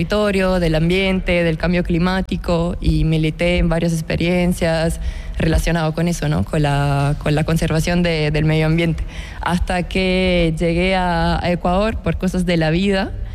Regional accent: Adriatic coast, Italy; Spanish is a second language; tengo 26 años y soy de Italia. Vengo de un pueblo muy chiquito en la costa este, en la costa adriática de Italia.

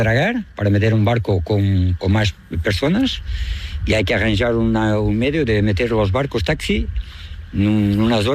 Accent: Caminha, Norte, Portugal; de Camiña, soy de Camiña, natural de Camiña.

